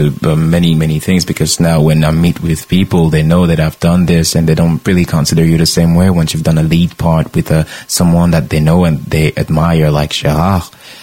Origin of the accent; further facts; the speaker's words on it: Brittany, France; everybody discovered that I was really from Bretagne